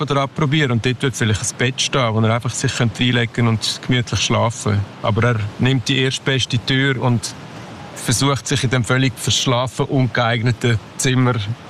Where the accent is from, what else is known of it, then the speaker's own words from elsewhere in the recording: Aargau, Switzerland; born there; ich bin nicht in einer Kleinstadt aufgewachsen, ich bin auf dem Land aufgewachsen.